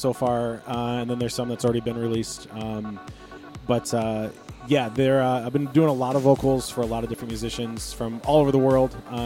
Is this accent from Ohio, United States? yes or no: yes; Toledo, Ohio, United States; I'm from Toledo